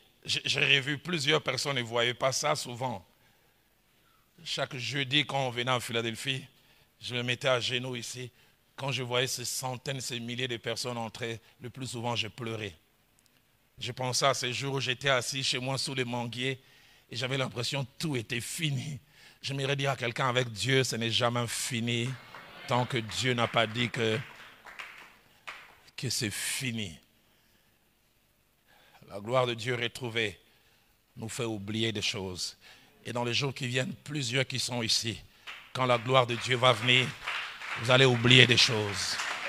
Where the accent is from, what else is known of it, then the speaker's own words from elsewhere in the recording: Lausanne, Vaud, Switzerland; j'ai grandi à Lausanne.